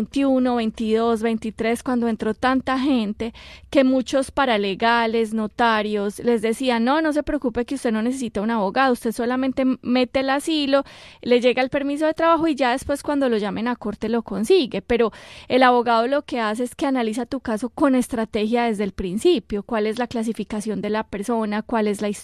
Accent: Colombia; accent: Colombian; now in United States; yo soy colombiana, como mi acento lo dice

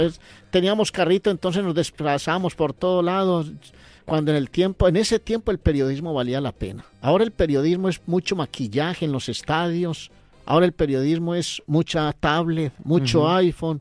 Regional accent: Colombia; llegamos los colombianos

